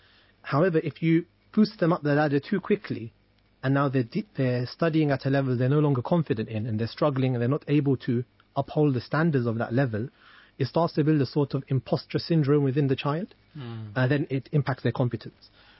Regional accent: London, United Kingdom; accent: South London; I'm from South London. We don't say the TH, we say South.

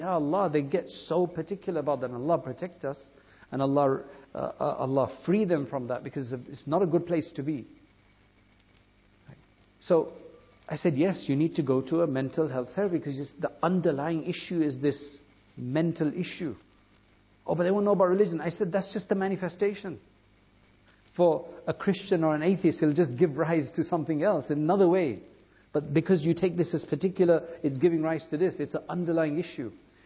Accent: United Kingdom; I've never felt non-British.

